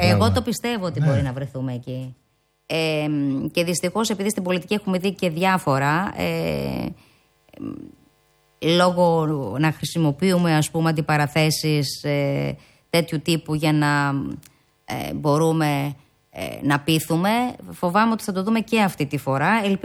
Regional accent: Greece

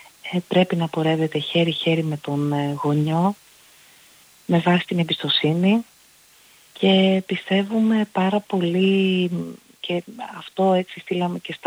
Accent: Greece; για να είμαστε περήφανοι ως Έλληνες

